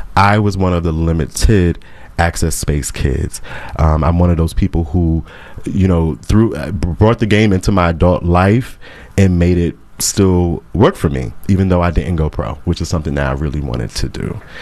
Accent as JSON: {"language": "English", "region": "Maryland", "country": "United States", "said": "Maryland, my home state."}